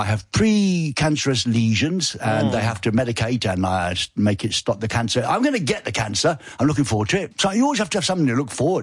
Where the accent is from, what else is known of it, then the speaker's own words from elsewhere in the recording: England, United Kingdom; You know, I'm an Englishman.